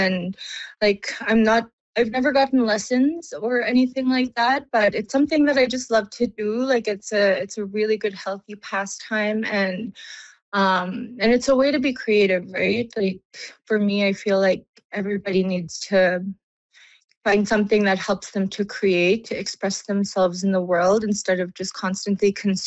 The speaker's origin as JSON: {"language": "English", "town": "Fort McPherson", "region": "Northwest Territories", "country": "Canada", "said": "So I'm from Fort McPherson. It's beautiful. That's my home. I love it. My family lives there."}